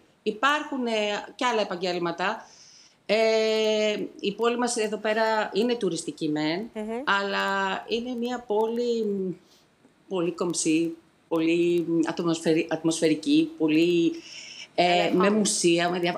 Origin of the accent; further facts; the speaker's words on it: Greece; moved away as an adult; δεν είμαστε Έλληνες δεύτερης, τρίτης γενιάς. Είμαστε Έλληνες περισσότεροι που ήρθαν από το 16 και μετά. Οπότε και η ανάγκη αυτή, όταν πρώτο ήρθα εγώ το 13, δεν υπήρχαν πολλοί Έλληνες.